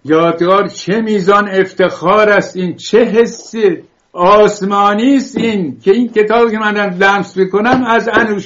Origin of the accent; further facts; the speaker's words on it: Iran; بله گفتم لوری، چون من خودم بختیاری هستم که به کسی بر نخوره.